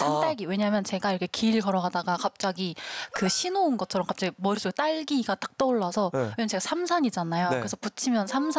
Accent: South Korea; 지금은 제가 한국인이니까 제 안에 있는 음악 같아요.

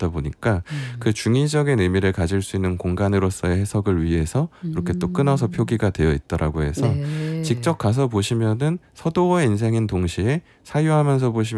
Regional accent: Seoul, South Korea; also born or lived in Busan; 저는 어릴 때 처음에는 강서구 쪽에 살다가 부산 쪽에 잠깐 머물렀다가 다시 와서는 마포 살다가 지금은 또 노원 쪽에 갔다가 영등포 왔다가 이렇게 돌아다니면서

